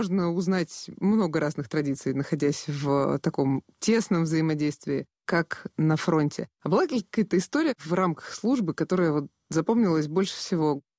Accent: Moscow, Russia; как москвичка

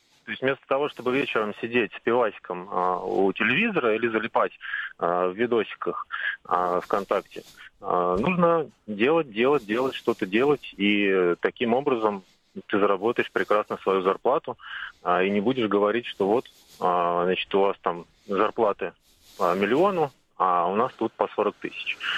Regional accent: Belarus; now in Moscow, Russia; А я из Беларуси, но уже на протяжении последних 15 лет проживаю в Москве. У меня дочка, жена москвичка.

